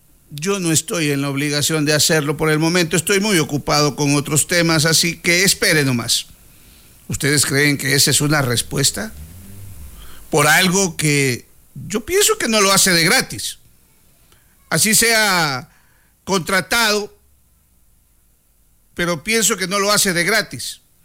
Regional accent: El Oro Province, El Oro, Ecuador

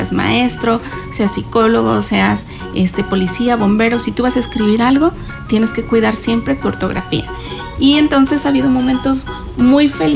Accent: San Luis Potosí, Mexico; yo estudié psicología clínica hace muchos años en San Luis Potosí. Yo soy de San Luis Potosí.

